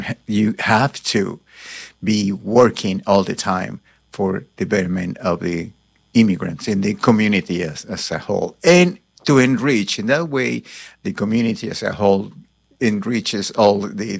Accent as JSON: {"language": "English", "region": "Oaxaca", "country": "Mexico", "tie": "born or raised there", "also_born_or_lived": "Mexico City / Canada", "moved": "as an adult", "lives_now": "Lexington, United States", "said": "Right here in Lexington, Kentucky, I've been here around 41 years. I come from Mexico, specifically Oaxaca. I studied in Oaxaca until high school, and then I went to Mexico City to study music at the National Conservatory of Music."}